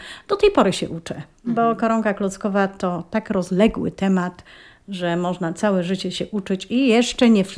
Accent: Bobowa, Lesser Poland, Poland; born there; Jestem urodzona w Bobowej, wyszłam tutaj za mąż

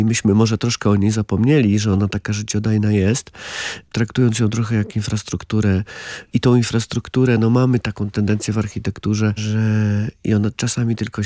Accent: Lesser Poland, Poland; moved away as an adult; also born or lived in Kraków; now in Warsaw, Poland; Ja pochodzę z Małopolski, z Pogórza, z gór i chodziłem do szkoły, do liceum w Krakowie i później na studia w Krakowie

